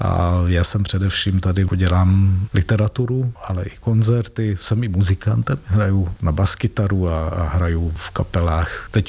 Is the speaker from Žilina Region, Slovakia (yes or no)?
no; Streda nad Bodrogom, Košice Region, Slovakia; Czech is a second language; moved away as an adult; now in Prague, Czechia; Já pocházím ze Slovenska, z vesnice Streda nad Bodrogom, Bodrog Serdehej, což je maďarská vesnice na jihu, ještě od Košic, taková vesničko má středisková.